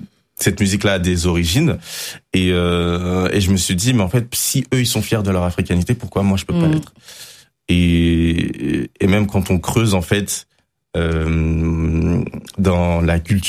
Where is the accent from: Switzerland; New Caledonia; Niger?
Niger; Ah non, pas du tout. Je dis, je suis nigérien.